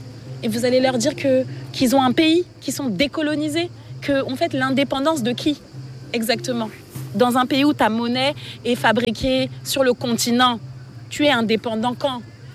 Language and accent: French; Republic of the Congo; born there; Parce qu'en soi, est-ce que tu m'entends parler ? Je suis née au Congo, hein.